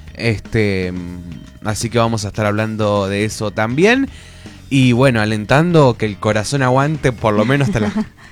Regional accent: Argentina; Los que somos de Argentina

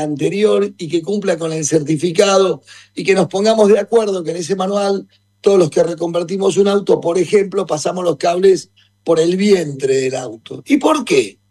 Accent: Argentina; born there; la nación argentina, a la cual yo pertenezco y estoy muy orgulloso de pertenecer y amo a mi país, porque es karmáticamente es la tierra donde nacimos.

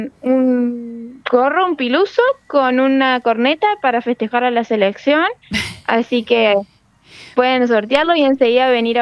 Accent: Argentina; somos argentinos y queremos festejar nuestra selección, nuestro equipo.

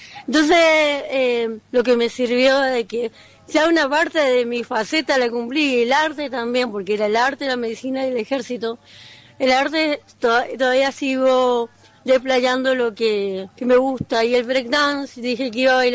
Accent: Mendoza, Argentina; also born or lived in Córdoba; Nací en Córdoba capital, viví, me crié en Mendoza, de bebé.

